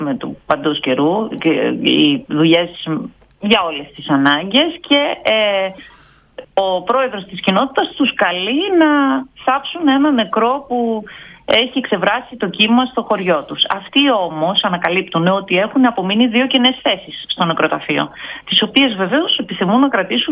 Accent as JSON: {"language": "Greek", "town": "Veria", "region": "Central Macedonia", "country": "Greece", "said": "Εγώ κατάγομαι από τη Βέρεια."}